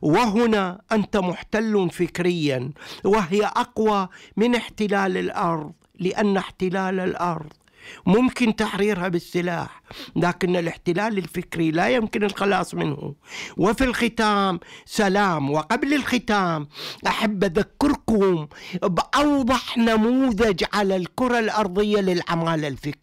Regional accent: Iraq; إلا في بلدنا العراق،

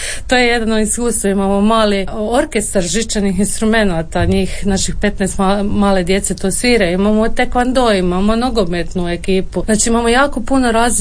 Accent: Dubrovnik, Dubrovnik-Neretva County, Croatia; now in Zagreb, Croatia; Recimo, ja sam migrirala iz Dubrovnika u Zagreb

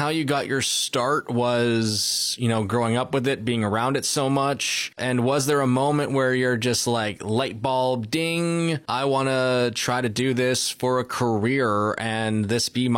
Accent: Saskatchewan, Canada; also born or lived in Alberta; I'm going to have more fans out in Ontario when I'm from Saskatchewan, Alberta.

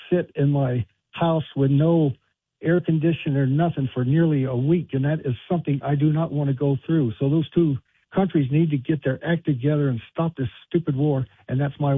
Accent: Pensacola, Florida, United States; now in Minnesota, United States; my hometown of Pensacola, Florida

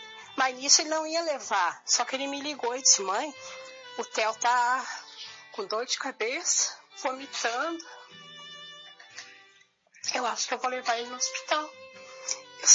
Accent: Alvorada, Rio Grande do Sul, Brazil; sou de Alvorada, Rio Grande do Sul.

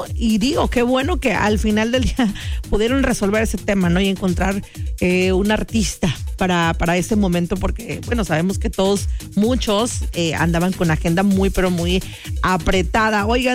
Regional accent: Mexico; qué orgullo de verdad ser mexicana

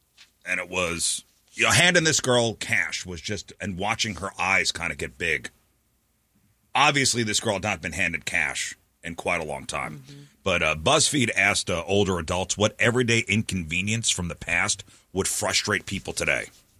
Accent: New York City, New York, United States; now in St. Louis, United States; I grew up in New York City

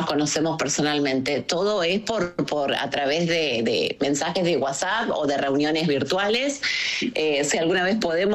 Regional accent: Argentina; Ahí, por supuesto, la mayoría, sin lugar a dudas, somos argentinos.

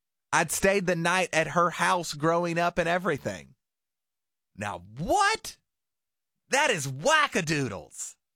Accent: Nova Scotia, Canada; I was from Nova Scotia, which is on the opposite side of the country from Alberta.

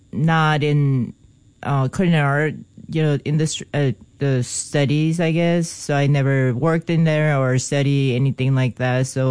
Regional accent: South Korea; moved away; So growing up in Korea, South Korea

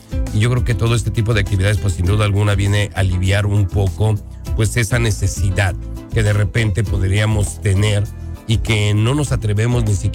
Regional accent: Mexico

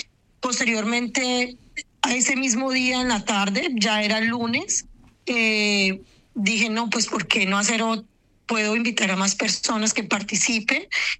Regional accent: Cali, Valle del Cauca, Colombia; now in Melbourne, Australia; yo soy caleña, soy vallecaucana, mi familia vive en Cali.

